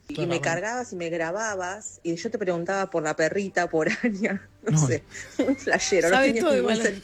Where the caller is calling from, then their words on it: Moreno, Buenos Aires Province, Argentina; de Moreno.